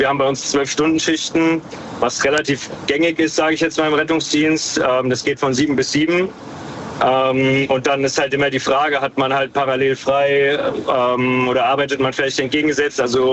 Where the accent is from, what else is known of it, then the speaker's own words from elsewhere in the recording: Hesse, Germany; Hi, aus der Nähe von Frankfurt.